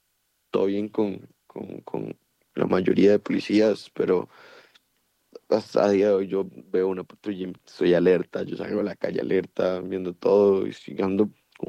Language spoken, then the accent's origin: Spanish; Pérez Zeledón, San José, Costa Rica; now in Heredia, Costa Rica; yo soy de Pérez Zeledón, vivo aquí en Heredia hace sí, relativamente poco, sí, entré en 2022 a la universidad